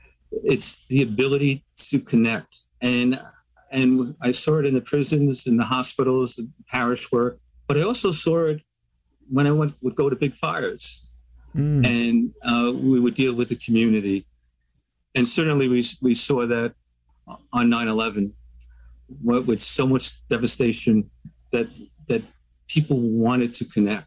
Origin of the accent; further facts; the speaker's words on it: New York City, New York, United States; I grew up in Queens in a middle-class neighborhood.